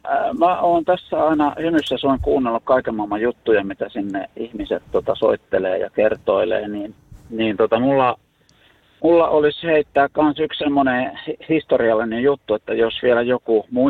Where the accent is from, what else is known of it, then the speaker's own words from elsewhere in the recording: South Ostrobothnia, Finland; moved away; Mä oon Etelä-Pohjanmaalta kotoisin.